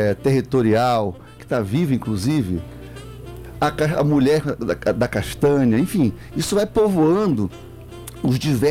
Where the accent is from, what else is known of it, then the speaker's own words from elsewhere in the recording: Amapá, Brazil; eu sou amapaense, eu sou feliz por ser amapaense.